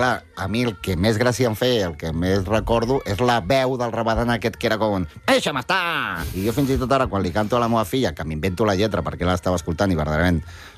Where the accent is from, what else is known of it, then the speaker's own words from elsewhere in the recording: Barcelona, Catalonia, Spain; also born or lived in Figueres; M'he criat a Barna, sí, sí.